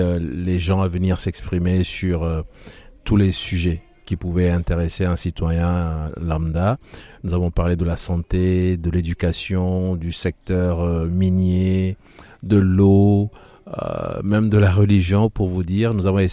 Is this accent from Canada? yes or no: no; Togo; je viens du Togo.